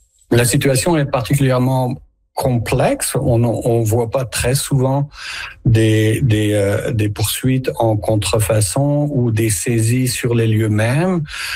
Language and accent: French; Canada; chez nous au Canada